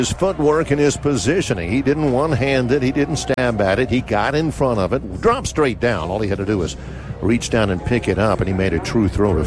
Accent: Florida, United States; We grew up in Central Florida

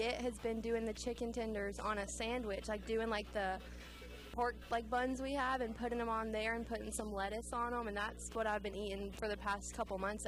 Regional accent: Memphis, Tennessee, United States; born there; moved away; also born or lived in Auburn, Alabama; I grew up in Memphis, Tennessee for most of my life, which, you know, is kind of barbecue

